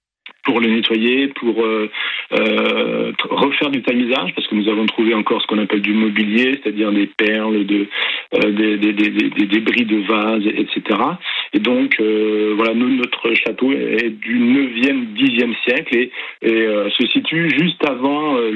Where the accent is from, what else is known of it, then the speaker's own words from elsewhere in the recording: Grand Est, France; Oui, alors moi, comme je suis lorrain, je dis aussi que c'est le seul pape lorrain